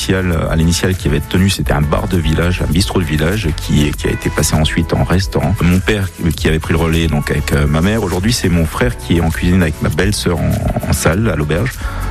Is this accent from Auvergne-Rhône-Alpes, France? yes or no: no; Woippy, Grand Est, France; Et je suis né à Voipy.